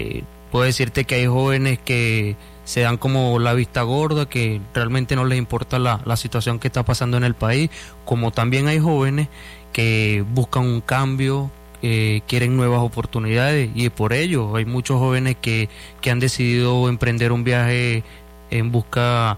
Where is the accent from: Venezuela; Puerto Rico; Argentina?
Venezuela; tengo 25 años, soy de Venezuela.